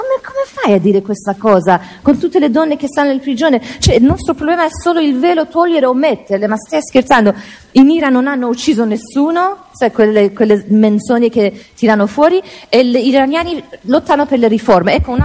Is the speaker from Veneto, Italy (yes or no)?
yes; Verona, Veneto, Italy; io vengo da Verona, abito a Verona